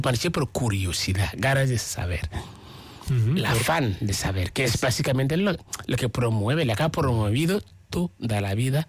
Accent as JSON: {"language": "Spanish", "country": "Ghana", "tie": "born or raised there", "said": "Solo en Ghana somos 42 tribus distintos. Yo nací en la tribu de los Wallas, en medio"}